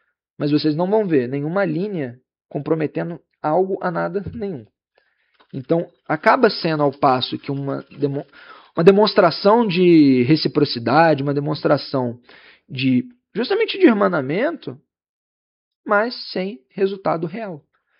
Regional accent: Niterói, Rio de Janeiro, Brazil; Sou um fã do Eduardo Paes, sou de Niterói, mas enfim, sou fã.

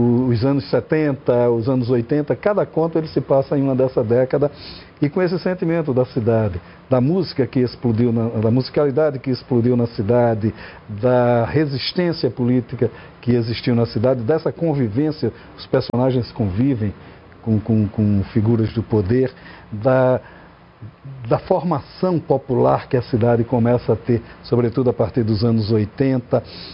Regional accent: Recife, Pernambuco, Brazil; moved away as an adult; now in Brasília, Brazil

